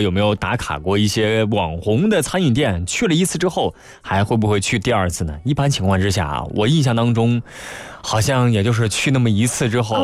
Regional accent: Guangdong, China; 咱们广东人、广东朋友

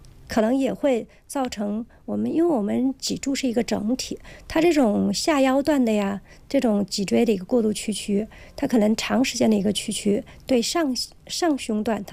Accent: China; 我们中国人

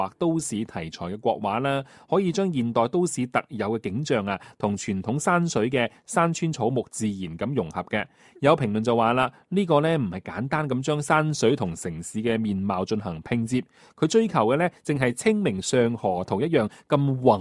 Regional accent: Guangdong, China; 我们老广

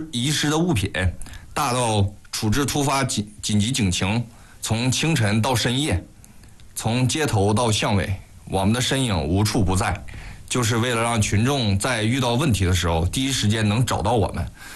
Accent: Hulunbuir, Inner Mongolia, China; 我生在呼伦贝尔，长在呼伦贝尔，这片土地养育了我，

